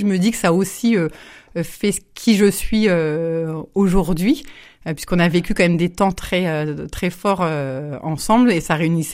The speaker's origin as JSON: {"language": "French", "region": "Normandy", "country": "France", "tie": "born or raised there", "said": "ils sont arrivés dans le Perche pour le travail de mon papa. Et donc, oui, moi, j'ai toujours vécu dans le Perche. Quand je suis née, ils habitaient à Boissy-Maugis, à ce moment-là. Puis ensuite, ils sont partis à Moulissant, donc à côté de Langny au Perche."}